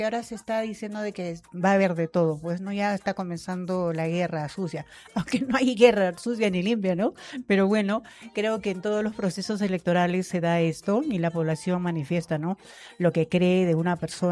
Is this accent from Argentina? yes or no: no; Huancayo, Junín, Peru; Esta es mi tierra linda, es la ciudad de Huancayo, ciudad incontrastable de Huancayo